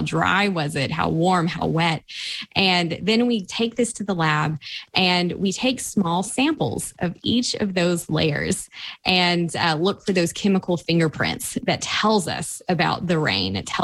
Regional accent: Tennessee, United States; growing up in East Tennessee

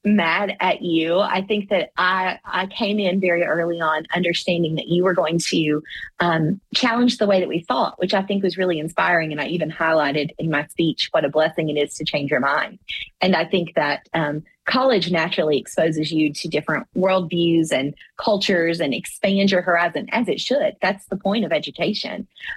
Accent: Hayside, United States; now in Knoxville, United States; Growing up in Hayside, my family has a grocery store, a small business there that we have had for nearly 90 years and four generations.

